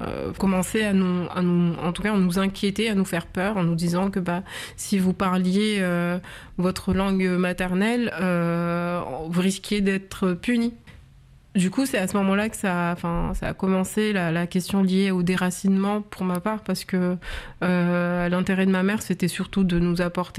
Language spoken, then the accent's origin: French; Mayotte; also born or lived in Grande Comore; moi, je suis née à la Grande Comore, en Gazidja. J'ai quitté l'île de la Grande Comore avec mon petit frère en 1994, entre 94 et 95, pour aller vivre à Mayotte sur la petite terre.